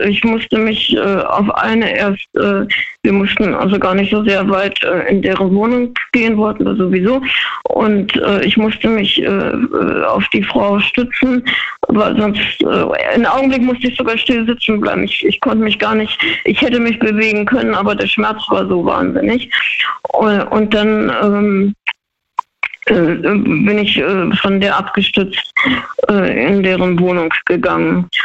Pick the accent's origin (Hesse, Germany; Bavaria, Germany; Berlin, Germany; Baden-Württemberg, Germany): Baden-Württemberg, Germany; Freiburg; Schwarzwald.